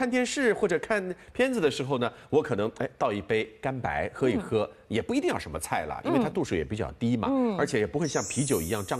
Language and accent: Chinese; Shanghai, China